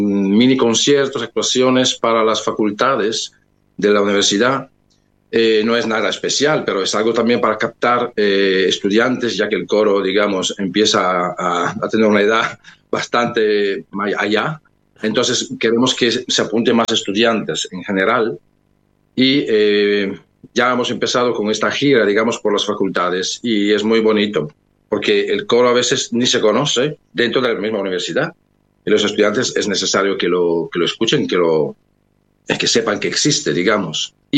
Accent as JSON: {"language": "Spanish", "country": "Italy", "moved": "yes", "lives_now": "Canary Islands, Spain", "said": "Yo soy italiano"}